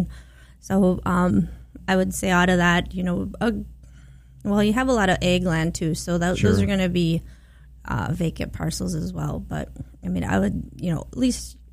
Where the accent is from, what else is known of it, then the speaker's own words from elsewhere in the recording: Brandon, Minnesota, United States; I'm from Brandon.